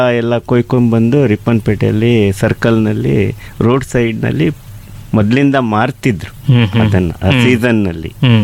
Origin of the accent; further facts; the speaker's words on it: Ripponpet, Karnataka, India; ನಮ್ಮೂರು ಅಪ್ಪೆಮಿಡಿಗೆ ಮಾರ್ಕೆಟ್ಟು ಕರ್ನಾಟಕದಲ್ಲಿ ಮೊದಲಿಂದ, ಯಾಕಂದ್ರೆ ಅಲ್ಲಿ ತುಂಬ ನದಿಗಳಿದೆ, ಉದಾಹರಣೆಗೆ ಕುಮುದ್ವತಿ, ಶರಾವತಿ ಉಪನದಿಗಳು ಹಲವಾರಿದೆ ಅಲ್ಲಿ